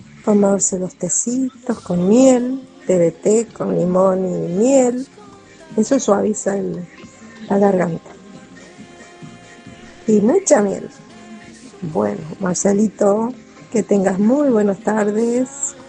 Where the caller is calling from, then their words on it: San Luis, Argentina; de San Luis.